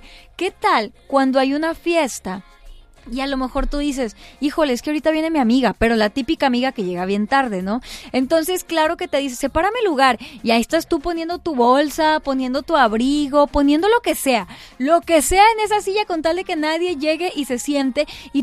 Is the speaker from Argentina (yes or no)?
no; Mexico; Está raro cómo nosotros como mexicanos luego le agarramos un significado que está en los dos extremos a una misma palabra.